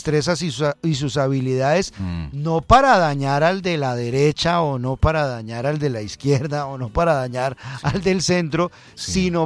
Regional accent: Colombia; ya hubo unas elecciones, pero somos los colombianos

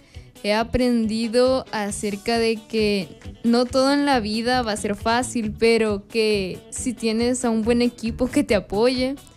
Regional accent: San Salvador, El Salvador; Yo soy de Altavista.

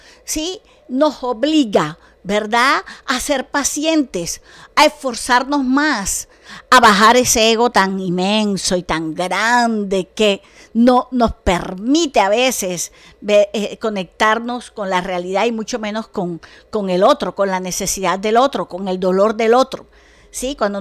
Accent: Colombia; los colombianos somos resilientes, somos capaces de volver a reinventarnos

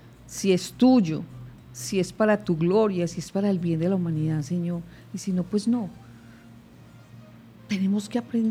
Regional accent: Colombia

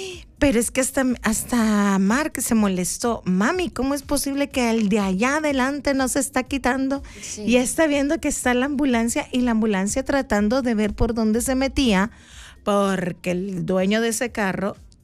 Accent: El Salvador

